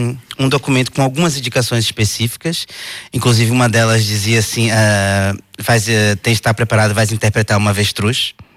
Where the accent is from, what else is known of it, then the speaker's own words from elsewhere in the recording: Salvador, Bahia, Brazil; now in Portugal; Eu sou de Salvador